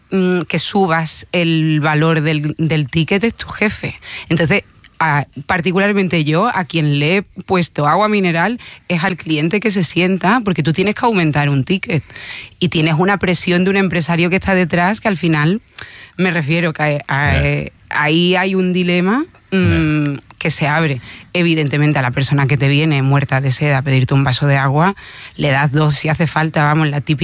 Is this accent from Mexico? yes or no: no; Seville, Andalusia, Spain; encima soy sevillana, he sido camarera en Sevilla